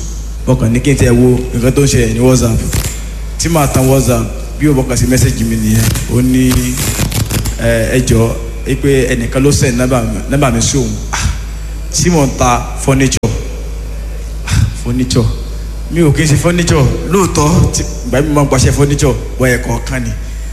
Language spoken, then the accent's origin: Yoruba; Ado-Ekiti, Ekiti, Nigeria; mo wá láti ìlú Ekiti State nílùú Ado.